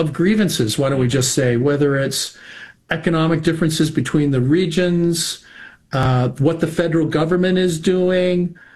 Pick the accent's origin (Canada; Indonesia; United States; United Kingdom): Canada; born there; the thing is I love Greece, but, you know, like, let's face it, I was born in Canada. I have Greek heritage